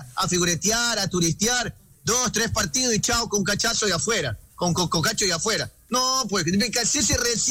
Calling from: Ecuador; Soy ecuatoriano

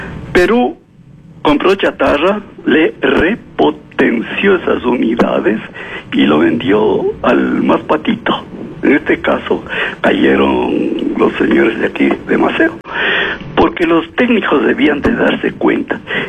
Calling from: Quito, Pichincha, Ecuador; como quiteño

